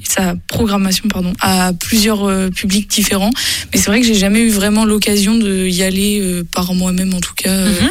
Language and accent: French; Poitiers, Nouvelle-Aquitaine, France; moi, je viens de Poitiers